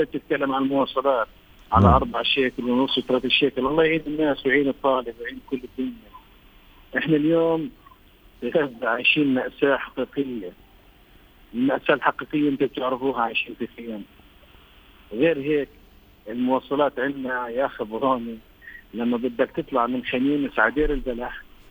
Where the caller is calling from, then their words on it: Gaza, Gaza Strip, Palestine; أنا من غزة.